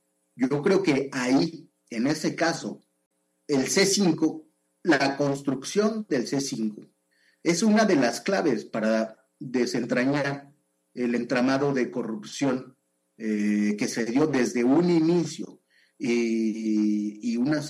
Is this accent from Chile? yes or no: no; Iztapalapa, Mexico City, Mexico; born there; desacreditándome porque nací en Iztapalapa. Entonces decían que no soy suficientemente oaxaqueño